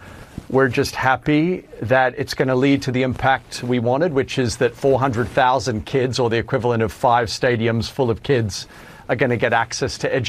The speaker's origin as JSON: {"language": "English", "country": "Australia", "said": "I'm Australian and dual citizen with the United States."}